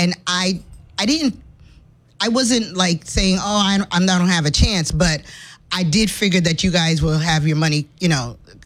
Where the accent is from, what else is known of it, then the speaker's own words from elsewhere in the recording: British Virgin Islands; moved away; So originally, I am from the British Virgin Islands.